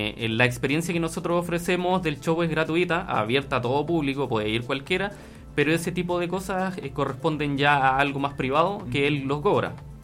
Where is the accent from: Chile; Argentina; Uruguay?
Chile; Santiago, Santiago Metropolitan Region; now in Curicó, Chile; Partimos en Santiago, somos originalmente de Santiago, nos vinimos a vivir a Curicó